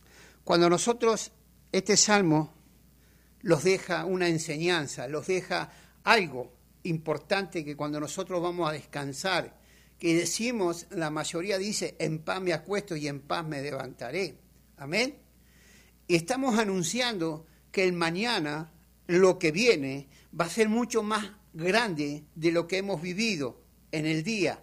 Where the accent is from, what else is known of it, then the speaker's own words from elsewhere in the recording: La Pampa, Argentina; vengo de muy lejos, de una tierra muy leja, está muy lejos, Argentina